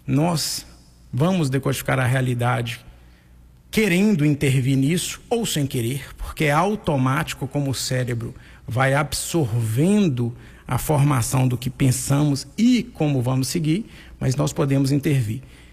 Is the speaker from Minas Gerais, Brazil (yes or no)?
yes; Minas Gerais, Brazil; moved away as an adult; now in Caetité, Brazil; Eu sou mineiro, né? Não sou baiano, né?